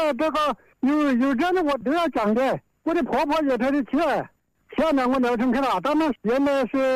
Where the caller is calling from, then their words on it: Tianmen, Hubei, China; 我是天门陀市的